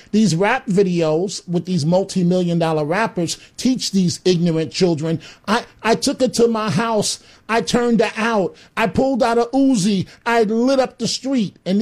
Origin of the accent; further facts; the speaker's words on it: Bronx, New York, United States; I remember growing up in the Bronx, right? No father, 3 black women.